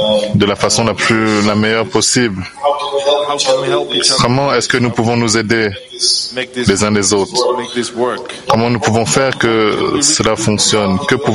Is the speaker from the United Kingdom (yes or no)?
yes; England, United Kingdom; French is a second language